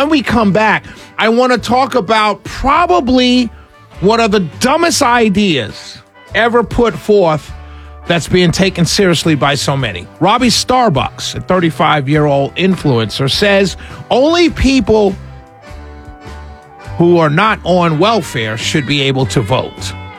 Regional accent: New York, United States; where I grew up in Harlem, New York, right?

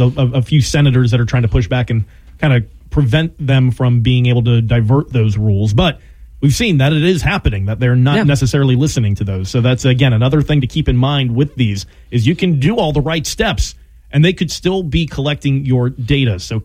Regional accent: United States

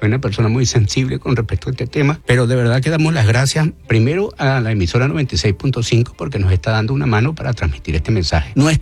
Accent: Venezuela; Nosotros como venezolanos que tenemos buen corazón, debemos apoyar a nuestro país y a nuestros niños.

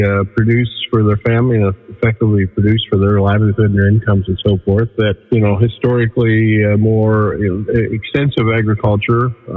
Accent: Bakersville, Ohio, United States; I'm originally from the Coshocton County area, a little town called Bakersville. It's 117 people. I was number eight of eight in our family

